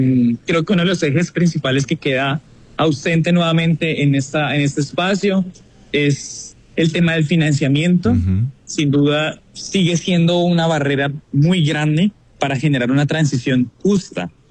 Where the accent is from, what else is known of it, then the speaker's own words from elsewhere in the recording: Colombia; nos permite como colombianos